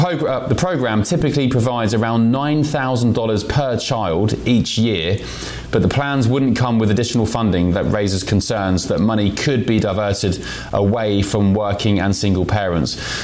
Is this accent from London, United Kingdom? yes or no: no; Sussex, South East England, United Kingdom; I'm from Sussex